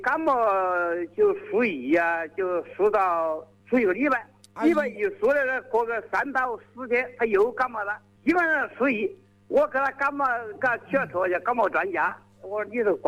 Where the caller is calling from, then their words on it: Zhongxiang, Hubei, China; 我是中祥市石牌镇白虎城。